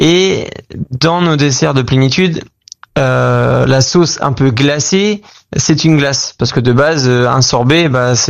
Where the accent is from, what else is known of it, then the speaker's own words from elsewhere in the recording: Normandy, France; toute mon éducation et mon enfance en Normandie